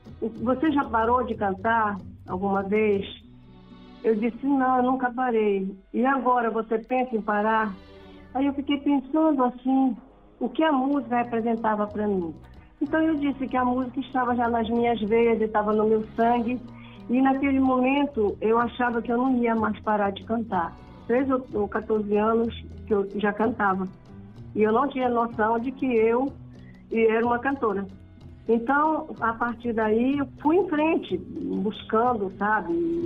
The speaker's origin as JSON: {"language": "Portuguese", "region": "Amapá", "country": "Brazil", "said": "sou daqui do Amapá."}